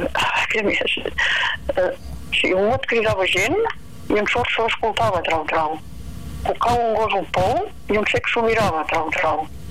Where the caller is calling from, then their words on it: Santa Pau, Catalonia, Spain; de Santa Pau, que és ben dit del veïnat dels Arts, que en diuen el veïnat dels Arts perquè tenim el santuari de la Mare de Déu dels Arts